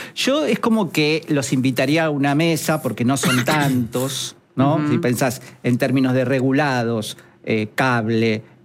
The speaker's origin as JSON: {"language": "Spanish", "country": "Argentina", "said": "Te transmite una paz que los argentinos no tenemos. ¿Viste esa intensidad que tenemos nosotros para hablar, para organizar? Somos medio italianos en todo sentido."}